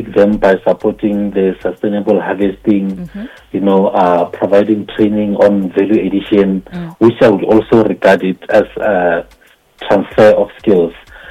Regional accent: Bochum, Limpopo, South Africa; moved away; So I'm just a Limpopo rural boy. We just grew up, you know.

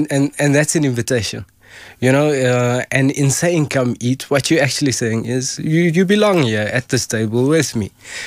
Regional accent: Benoni, Gauteng, South Africa; I'm a born and bred Benoni boy.

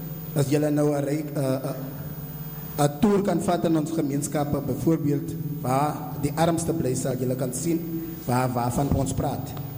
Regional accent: Hessequa, Western Cape, South Africa; woonachtig in Konigetula. Ek is een inwoner van Hessequa. Ek gaan maar Afrikaans praat.

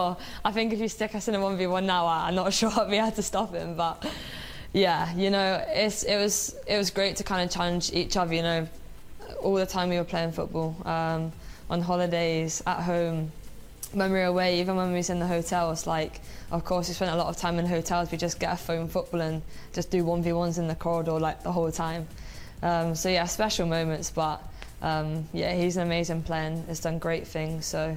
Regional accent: Guernsey; moved away; Grew up in Guernsey, in the Channel Islands. It was cool. Really cool. I think very different from living in England. Lots of beaches, lots of football pitches, but that's about it.

